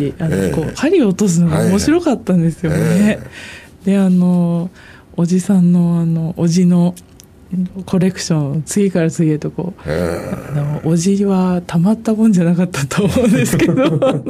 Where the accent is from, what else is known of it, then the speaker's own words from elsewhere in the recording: Tomakomai, Hokkaido, Japan; born there; 生まれは苫小牧です。